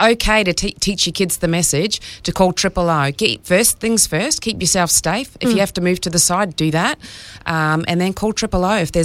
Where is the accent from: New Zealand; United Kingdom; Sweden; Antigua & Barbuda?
New Zealand; moved away as an adult; now in Northern Territory, Australia; I come from New Zealand. I was a New Zealand police officer